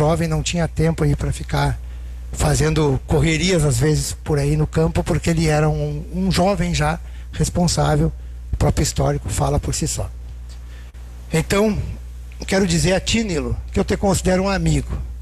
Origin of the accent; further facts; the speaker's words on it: Rio Grande do Sul, Brazil; eu me criei, o pessoal acha que eu não sou do meio rural, mas eu me criei no Campo Novo.